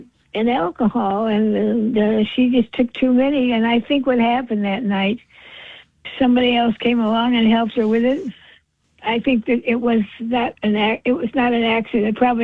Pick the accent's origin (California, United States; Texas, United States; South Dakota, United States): California, United States; Hollywood; the two of us, we were raised in Hollywood, you know. We were growing up around that all there.